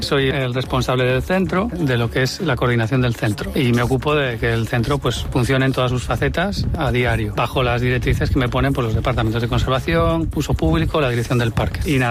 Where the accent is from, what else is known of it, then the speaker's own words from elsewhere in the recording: A Coruña, Galicia, Spain; also born or lived in Cayman Islands; now in Mallorca, Spain; soy gallego, de Coruña, pero bueno, llevo aquí en Mallorca desde hace ya 17 años. Y vine precisamente para trabajar aquí. Yo estaba trabajando en el extranjero, bueno, soy biólogo marino